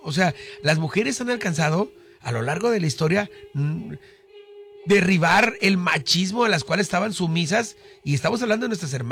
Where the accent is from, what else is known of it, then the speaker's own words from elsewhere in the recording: Tijuana, Baja California, Mexico; Todos somos aquí tijuanenses.